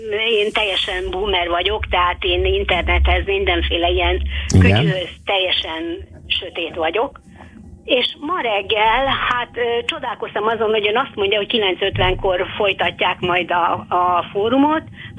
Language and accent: Hungarian; Budapest, Hungary; nekem Budapest a mindenem, hát én itt születtem, itt élek 70 éve